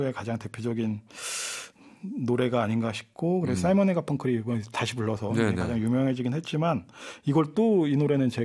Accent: Daejeon, South Korea; 근데 그게 제가 대전에서 자랐는데, 대전에서는 이걸 대전 MBC에서 자체 방송을 했습니다.

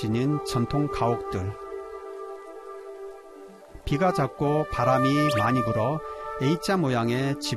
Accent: South Korea

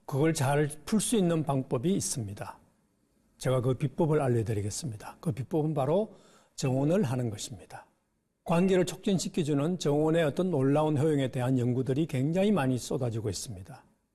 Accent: South Korea

